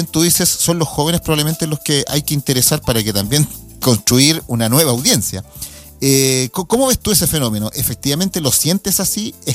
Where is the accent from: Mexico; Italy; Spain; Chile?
Chile; porque el chileno no lee mucha poesía, no somos muy, aunque tenemos grandes poetas